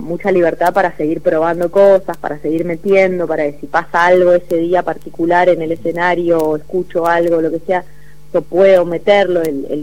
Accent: Balcarce, Buenos Aires Province, Argentina; now in Buenos Aires, Argentina; yo soy de Balcarce, claro, que es una ciudad pequeña, no tenía teatro

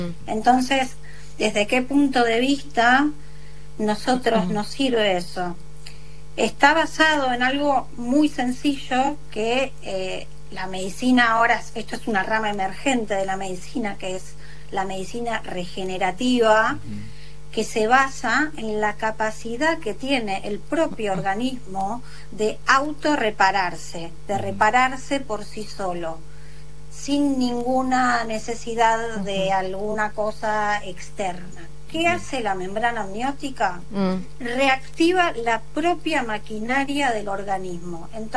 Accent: Buenos Aires, Argentina; Yo soy de Buenos Aires, del conurbano

